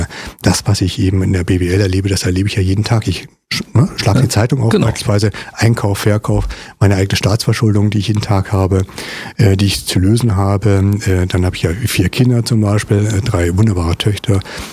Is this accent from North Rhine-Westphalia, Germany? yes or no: no; Kaufbeuren, Bavaria, Germany; also born or lived in Berlin / Frankfurt am Main; Geboren bin ich in Berlin, in der Mitte von Berlin, Berlin-Schmargendorf. Und uns hat es dann relativ schnell auch in Richtung Frankfurt am Main gezogen. Dort bin ich auch zur Schule gegangen, zumindest in der ersten Klasse. Und dann sind wir später nach Bayern gezogen, nach Kaufbeuren unten